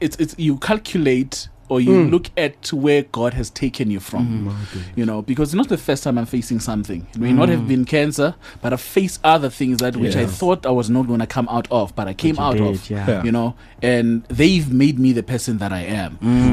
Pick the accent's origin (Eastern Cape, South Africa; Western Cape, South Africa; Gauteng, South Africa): Gauteng, South Africa; I'm from East Rand.